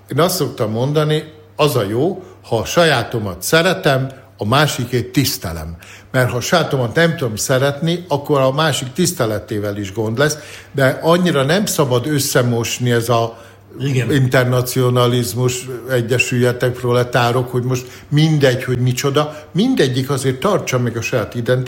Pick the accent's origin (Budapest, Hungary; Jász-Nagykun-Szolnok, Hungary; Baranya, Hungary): Baranya, Hungary; Drávasztára; also born or lived in Sellye; Hát én Sejjén születtem, ez Dráva parti kisváros, de Drávasztárán nevelkedtem.